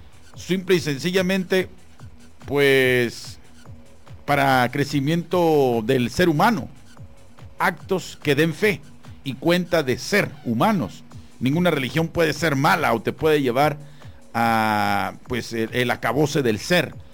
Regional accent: Guadalajara, Jalisco, Mexico; ¿Que por qué no le voy a las Chivas si soy de Guadalajara? Ya les dije que yo le voy a todos menos a las Chivas.

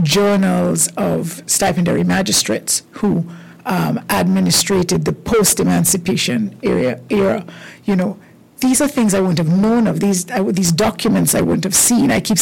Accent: Montserrat; now in St. Kitts and Nevis; I grew up in Montserrat

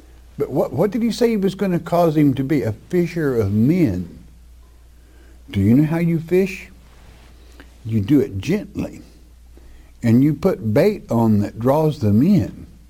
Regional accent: Oklahoma, United States; but I'm being from Oklahoma myself. I think I know how to talk to a hard-headed old person from Oklahoma.

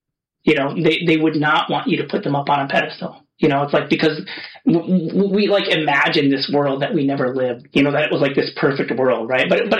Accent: United States; being an American

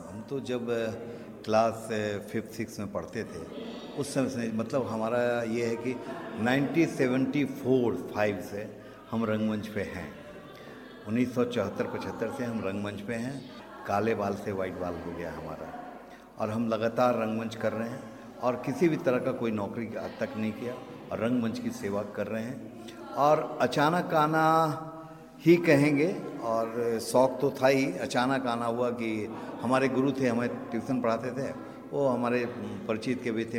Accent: Patna, Bihar, India; और मैं पटना से आया हूँ।

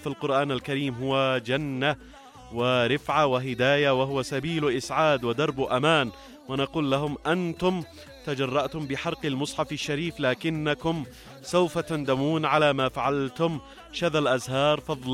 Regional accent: Yemen; نحن أبناء اليمن، نحن أحفاد أحفاد الأنصار،

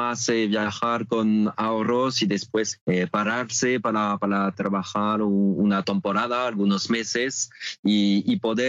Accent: France; Spanish is a second language; moved away; yo soy francés

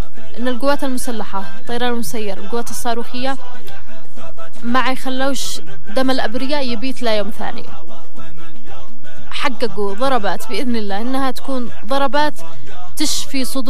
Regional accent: Yemen; وإحنا كشعب يمني

